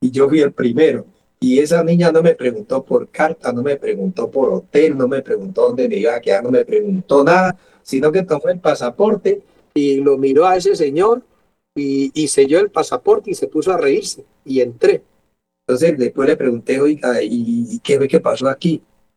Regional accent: Colombia; Y yo también, como buen colombiano

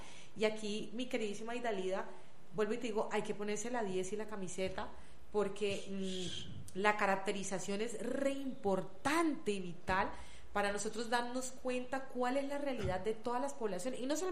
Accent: Buenaventura, Valle del Cauca, Colombia; soy orgullosamente porteña

